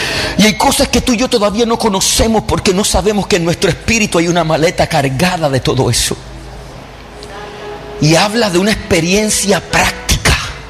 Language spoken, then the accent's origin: Spanish; Puerto Rico; yo soy puertorriqueño.